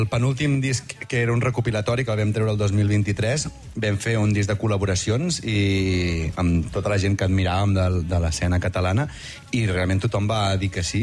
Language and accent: Catalan; Catalonia, Spain; Sobretot soc català, eh?